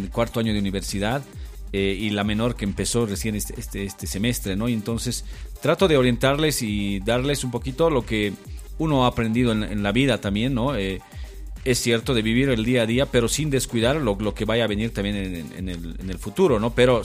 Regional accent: Quime, La Paz, Bolivia; moved away; Yo soy de Quime, un pueblito acá en el departamento de La Paz.

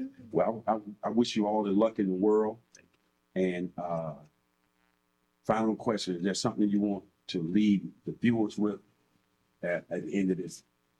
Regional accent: Birmingham, Alabama, United States; UAB, I was born in the University Hospital, grew up over there in that area as a child, and then we moved to the projects. I grew up poor

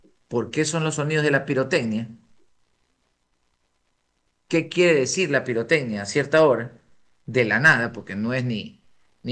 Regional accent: Buena Fe, Los Ríos, Ecuador; moved away as an adult; now in Guayaquil, Ecuador; Yo soy de buena fe, de Los Ríos, pero yo viví ahí hasta los 19 y el resto de mi vida la he vivido acá. O sea, yo soy guayaquileño de todo lado

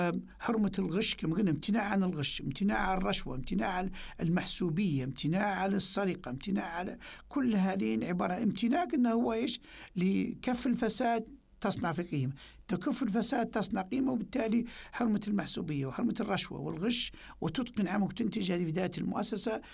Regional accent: Libya; نحن كليبيين كدولة ليبية

